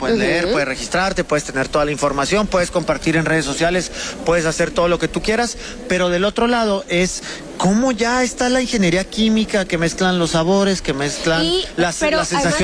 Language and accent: Spanish; Mexico; a veces siempre nos pasa como mexicanos que nos hacemos menos los shows